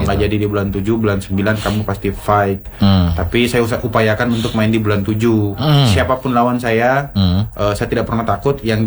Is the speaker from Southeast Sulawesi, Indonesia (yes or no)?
yes; Kendari, Southeast Sulawesi, Indonesia; Sulawesi Tenggara, orang Kendari.